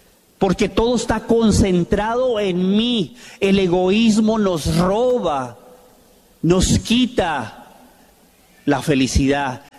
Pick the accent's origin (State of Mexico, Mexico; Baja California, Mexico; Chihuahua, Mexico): Baja California, Mexico; Tijuana; born there; also born or lived in Los Angeles, United States; Crecí solo ahí en Tijuana y en Los Ángeles, solo con mi mamá